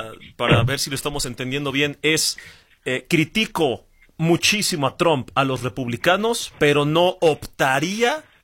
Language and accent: Spanish; Mexico; uno como mexicano